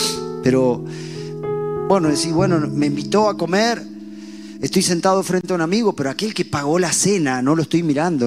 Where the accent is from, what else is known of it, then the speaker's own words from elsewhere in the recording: Buenos Aires, Argentina; born there; yo nací en Capital, en un hogar, mi familia, mi papá, mi mamá, mi papá Miguel, mi mamá Betty, mis dos hermanas, una mayor y una menor. Yo nací en el año 74